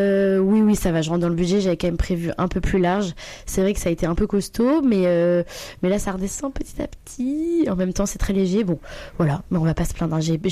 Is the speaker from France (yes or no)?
yes; northern France, France; surtout que je viens encore une fois du Nord